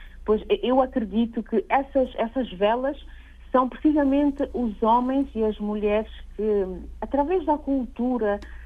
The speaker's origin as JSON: {"language": "Portuguese", "country": "Cape Verde", "said": "eu vou começar por falar aqui enquanto cabo-verdiana"}